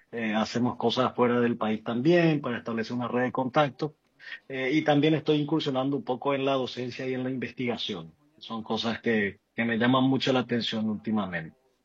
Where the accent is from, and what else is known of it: Paraguay